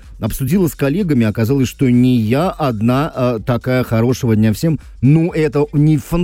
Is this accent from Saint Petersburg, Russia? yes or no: yes; Saint Petersburg, Russia; живя всю жизнь в Санкт-Петербурге, я родился в 73-м году